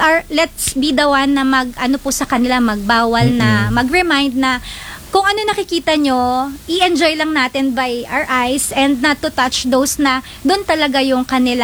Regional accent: Central Luzon, Philippines; I am from Bataan.

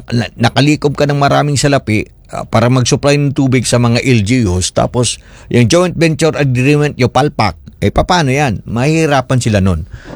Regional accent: Mindanao, Philippines; first language Cebuano; Tagalog is a second language; also born or lived in Cebu; I am from Cebu but I grew up in Jansan, in Mindanao. At saka sabi ko nga, melting pot kami ron. Kaya marunong kami mag-Tagalog, marunong kami mag-Ilonggo

